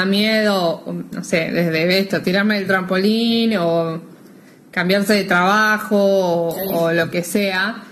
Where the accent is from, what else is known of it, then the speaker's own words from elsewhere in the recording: La Plata, Buenos Aires Province, Argentina; nosotros somos de La Plata